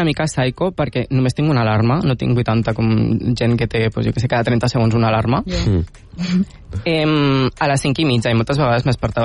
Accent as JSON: {"language": "Catalan", "town": "Calafell", "region": "Catalonia", "country": "Spain", "said": "jo estudiava al meu poble, jo estudiava a Calafell i ara havia de vindre aquí a Diagonal a estudiar a la Facultat de Biologia de la UB"}